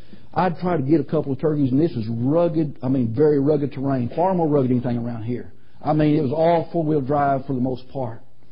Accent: Highland, Arkansas, United States; I'm from Highland, Arkansas.

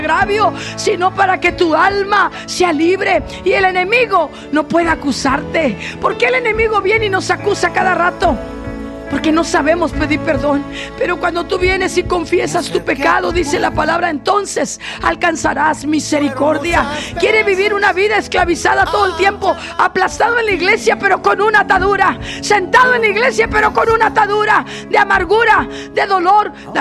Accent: Río Bravo, Tamaulipas, Mexico; born there; Yo puedo manejar, yo soy libre en Río Bravo, porque yo conozco la ciudad donde yo nací.

